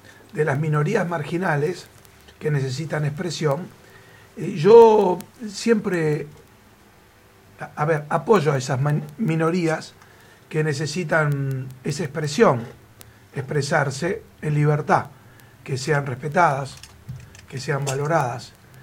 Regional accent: Patagonia, Argentina; soy de Comodoro, soy de algún lugar de Patagonia

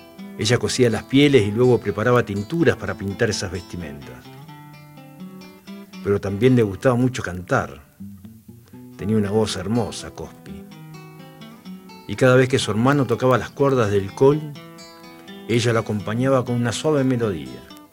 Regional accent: Santa Cruz, Argentina; nuestra tierra es muy jovencita, nuestra provincia tiene tan solo casi 60 años

